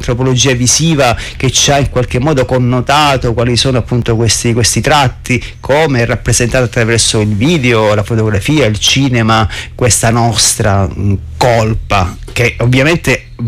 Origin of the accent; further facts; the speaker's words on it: Southern Italy, Italy; siamo terroni.